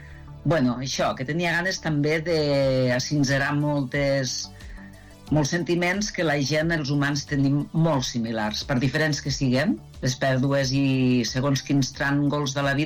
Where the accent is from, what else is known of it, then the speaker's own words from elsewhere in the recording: Aitona, Catalonia, Spain; Jo soc d'Aitona